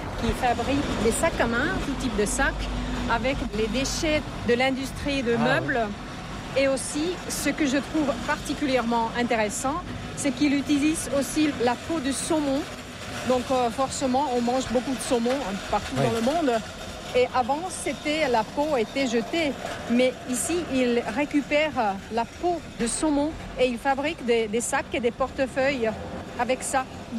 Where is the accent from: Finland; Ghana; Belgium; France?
Finland; Turku, Southwest Finland; Non, je viens de Turku.